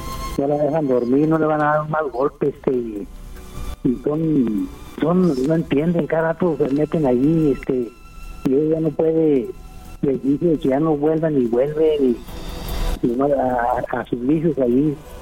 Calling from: Villa Juárez, Nuevo León, Mexico; De acá de Villajuárez.

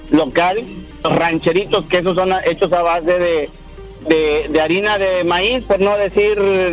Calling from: Tempoal, Veracruz, Mexico; Pues acá en mi pueblo, en Tempoal, Veracruz.

